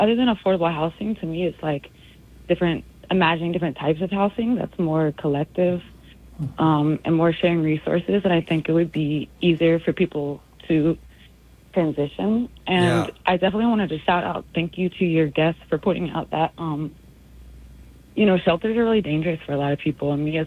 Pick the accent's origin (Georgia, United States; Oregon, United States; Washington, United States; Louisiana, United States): Louisiana, United States; New Orleans; Well, I'm from New Orleans, so I will say housing is a lot cheaper here, and we have a lot less homeless people.